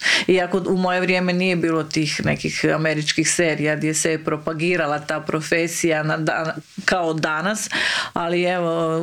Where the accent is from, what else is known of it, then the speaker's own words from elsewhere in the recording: Ogulin, Karlovac County, Croatia; moved away as an adult; also born or lived in Belgrade; now in Zagreb, Croatia; moje prezime je ličko prezime. Znači, moji roditelji su iz Like. Odrasla sam u Ogulinu, znači, završila sam srednju školu. Fakultet sam završila u Beogradu, a u Zagreb sam došla živjeti 1996.